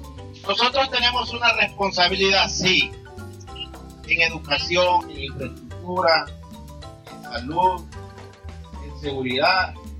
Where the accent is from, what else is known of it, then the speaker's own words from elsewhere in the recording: Honduras; Hoy es un día muy especial para mi municipio de Pilar. Somos ciudadanos muy orgullosos.